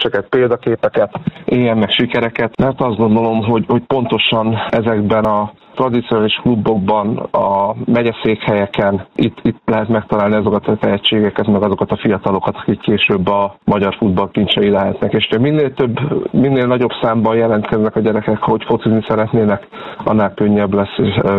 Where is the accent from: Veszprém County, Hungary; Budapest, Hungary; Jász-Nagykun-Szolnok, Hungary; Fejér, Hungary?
Fejér, Hungary; Székesfehérvár; ezt sokan tudják róla, hogy én fehérvári vagyok, én ott nőttem föl, és ebben a klubban is sportoltam sokáig